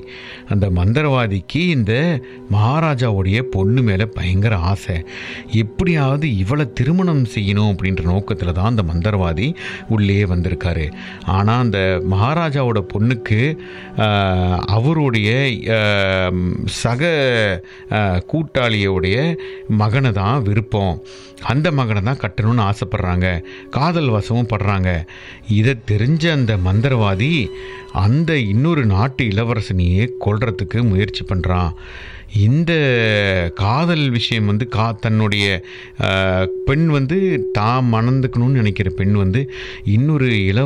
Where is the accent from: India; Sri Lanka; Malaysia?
India; Varanasi, Uttar Pradesh; என்னை பெற்றவங்க வந்து காசியில் என்னை வந்து விட்டுட்டு போயிட்டாங்க, நான் ஒரு அனாதையாக தான் காசியில் வளர்ந்தேன்